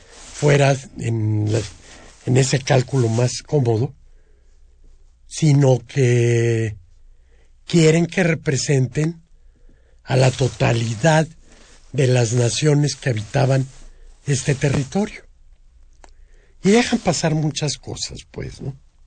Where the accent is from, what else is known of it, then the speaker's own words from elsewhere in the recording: Saltillo, Coahuila, Mexico; born there; Yo nací en Saltillo, Coahuila, muy lejos de sentirme cercano a los mexicas.